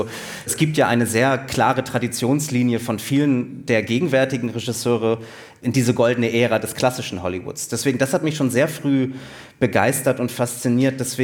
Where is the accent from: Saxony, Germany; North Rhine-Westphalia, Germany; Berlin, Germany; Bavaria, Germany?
Berlin, Germany; Also ich komme aus Berlin und in Berlin gibt es ganz tolle Bibliotheken